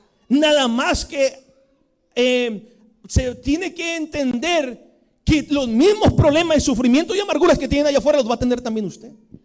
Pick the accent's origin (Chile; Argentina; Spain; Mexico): Mexico; así somos los mexicanos y las mexicanas.